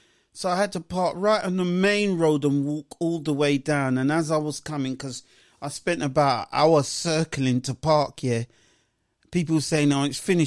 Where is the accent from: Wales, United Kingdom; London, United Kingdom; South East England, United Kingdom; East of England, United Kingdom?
London, United Kingdom; I'm going to go to my hometown of Hacktown, Clapton, where I was born.